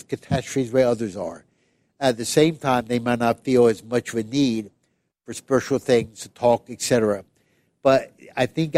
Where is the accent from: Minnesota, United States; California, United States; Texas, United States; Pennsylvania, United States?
Pennsylvania, United States; moved away; I was raised in Pennsylvania